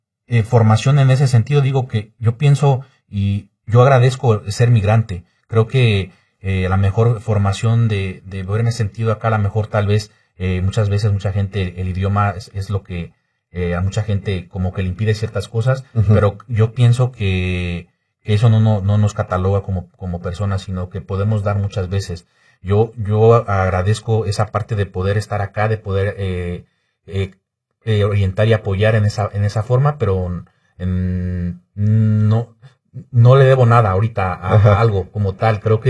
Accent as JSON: {"language": "Spanish", "country": "Mexico", "moved": "yes", "lives_now": "Illinois, United States", "said": "somos mexicanos en Estados Unidos"}